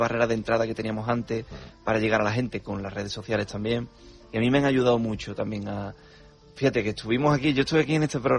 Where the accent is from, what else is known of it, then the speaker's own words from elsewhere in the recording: Utrera, Andalusia, Spain; no solamente era de mi tierra, ¿no? De Utrera, donde quizá yo trataba de ir despuntando, ¿no? O en Sevilla o tal